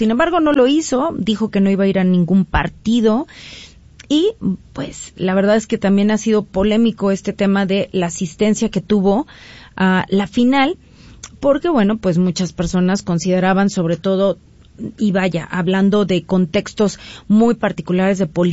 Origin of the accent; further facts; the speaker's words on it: Mexico; evidentemente, despedir esta ilusión que tuvimos como mexicanos de poder llegar a una semifinal.